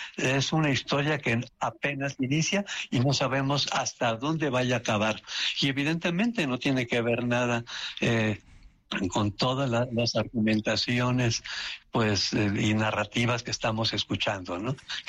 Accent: Mexico

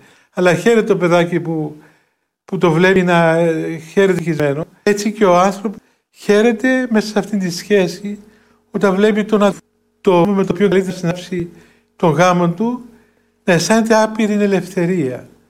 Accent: Greece; είμαστε Έλληνες

